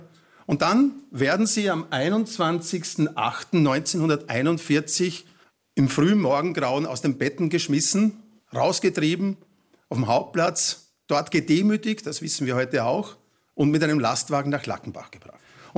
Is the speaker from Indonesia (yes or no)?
no; Halbturn, Burgenland, Austria; Vor 28 Jahren habe ich im Gemeindearchiv von Halbdurn, das ist mein Heimatort